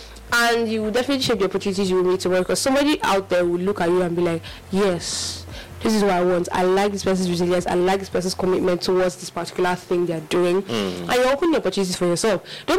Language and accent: English; Nigeria; As a Nigerian